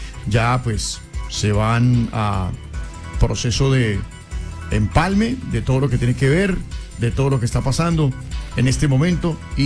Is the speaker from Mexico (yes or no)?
no; Colombia